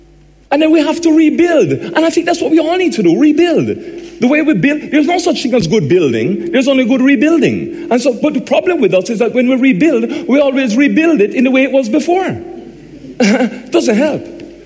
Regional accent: Jamaica; accent: Jamaican; by now you should be able to work out from my accent that I'm Jamaican. Some of you would have worked it out. As to, you know, I have a very strong accent.

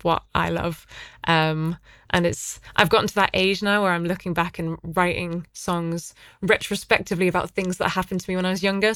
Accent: North East England, United Kingdom; I'm from the Northeast, so this isn't something that I've actually done because I don't have a death wish.

